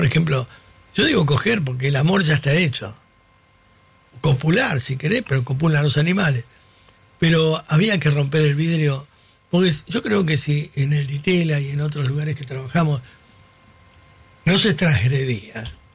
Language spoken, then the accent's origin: Spanish; San Isidro, Buenos Aires Province, Argentina; Porque soy de San Isidro y me enteré.